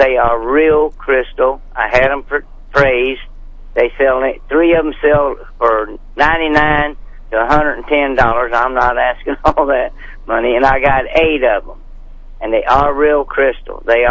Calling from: Franklin, Missouri, United States; Franklin, Missouri.

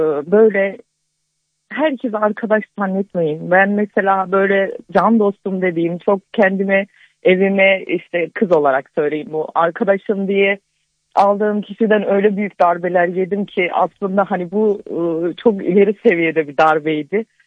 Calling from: Antalya, Turkey; Antalya'dan arıyorum.

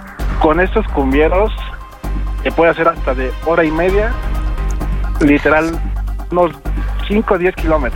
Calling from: Naucalpan, State of Mexico, Mexico; De Naucalpan.

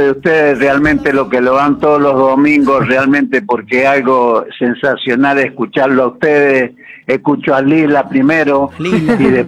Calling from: Godoy Cruz, Mendoza, Argentina; Soy de acá de Godoy Cruz.

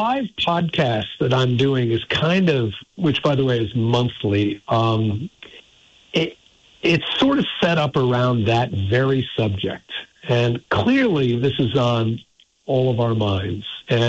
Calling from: Montpelier, Vermont, United States; I'm calling in from Montpelier.

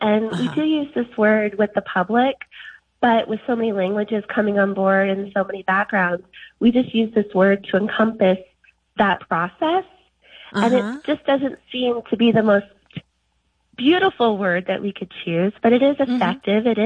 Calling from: Concord, North Carolina, United States; I'm from Concord, North Carolina

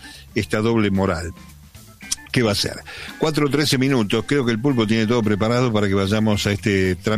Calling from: Quilmes, Buenos Aires Province, Argentina; … Equipo … de Quilmes.

